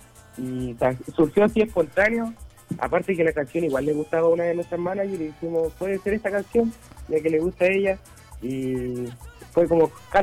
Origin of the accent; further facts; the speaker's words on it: Nueva Imperial, Araucanía, Chile; Nosotros somos de la Comuna Nueva Imperial, de la novena región de Chile.